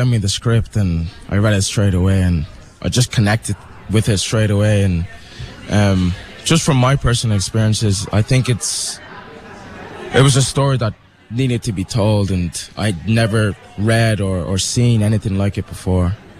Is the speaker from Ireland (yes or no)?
yes; Dublin, Leinster, Ireland; being a black Irish man and growing up in Dublin.